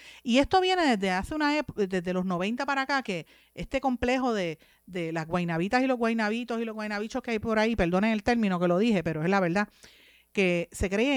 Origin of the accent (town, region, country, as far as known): Puerto Rico